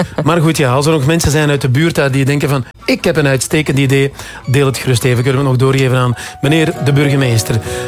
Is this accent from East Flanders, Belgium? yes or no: yes; Lievegem, East Flanders, Belgium; Waar ik vandaan kom, hebben ze Zomergem, Waarschoot en Lovendigem samengegooid.